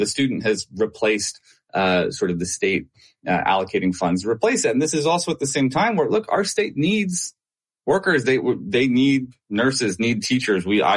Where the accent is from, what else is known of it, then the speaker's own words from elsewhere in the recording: Pittsburgh, Pennsylvania, United States; I grew up in Pittsburgh, still live here.